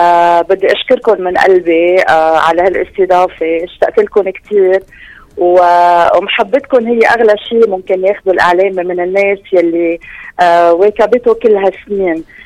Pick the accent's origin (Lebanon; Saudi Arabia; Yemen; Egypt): Lebanon; moved away as an adult; also born or lived in Amman, Jordan; نحن هون بلبنان، نحن هون بلبنان